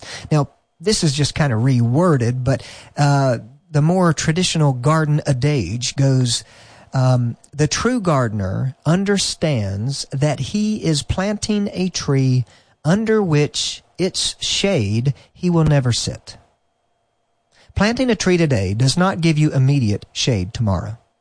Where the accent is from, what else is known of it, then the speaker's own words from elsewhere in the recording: the South, United States; In my hometown, there's a little community. It's very old. It was started probably 100 years ago, kind of a mill town. You know, in the South, there's a lot of mill towns.